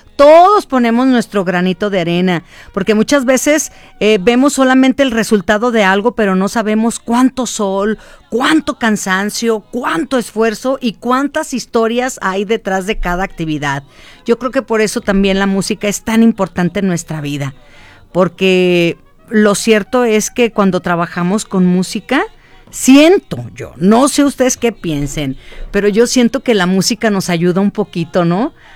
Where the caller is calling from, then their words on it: San Martín de las Flores, Jalisco, Mexico; Yo soy de San Martín de las Flores